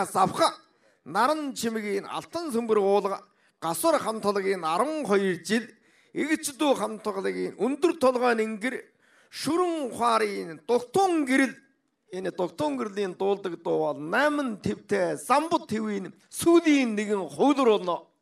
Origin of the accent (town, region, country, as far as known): Ordos, Inner Mongolia, China; born or raised there